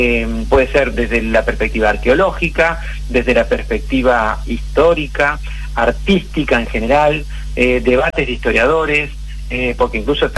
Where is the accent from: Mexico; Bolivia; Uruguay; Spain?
Uruguay; nuestra identidad cultural como uruguayos.